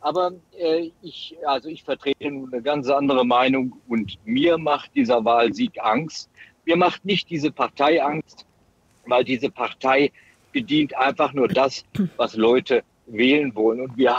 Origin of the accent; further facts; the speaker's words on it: Saxony-Anhalt, Germany; born there; ich bin 1969 in Sachsen-Anhalt geboren, wofür ich nichts kann, logischerweise.